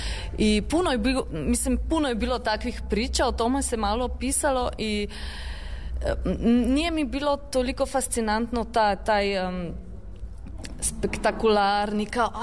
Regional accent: Slovenia; kod nas u Sloveniji

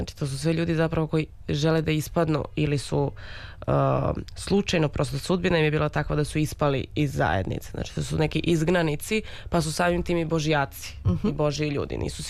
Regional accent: Serbia; Mi kao Srbi teško biramo da budemo srećni.

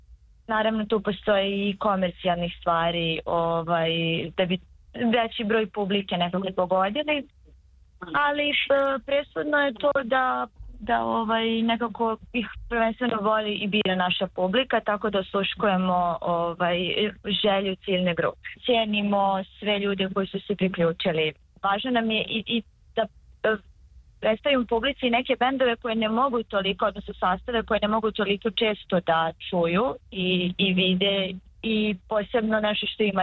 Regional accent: Mladenovac, Belgrade, Serbia; jer je Kosmaj planina pored Mladenovca, mi smo iz Mladenovca i htjeli smo da Kosmaj približimo ljudima koji ga ranije nisu vidjeli

